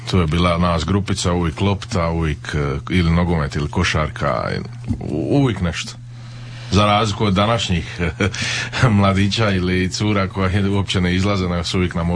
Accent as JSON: {"language": "Croatian", "town": "Zadar", "region": "Zadar County", "country": "Croatia", "tie": "born or raised there", "said": "Ne, nego... prvo odrast, to jest rodio sam se, Guga će, mate će mi ispraviti, na bulevaru."}